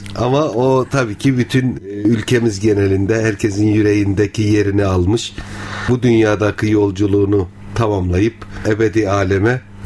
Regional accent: Samsun, Turkey; born there; 1979 yılında Samsun'da doğdum.

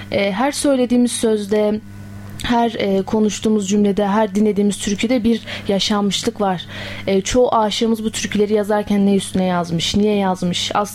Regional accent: Elazığ, Turkey; moved away as an adult; now in Ankara, Turkey; Elazığlıyım, aslen Tunceliyim, Elazığ'da doğup büyüdüm. Yaklaşık 4. yılım olacak Ankara'da.

